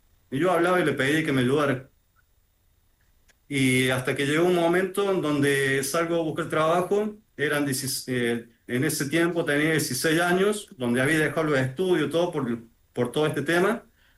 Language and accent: Spanish; San Luis, Argentina; born there; Yo soy nacido en San Luis Capital, que es pegado a Córdoba.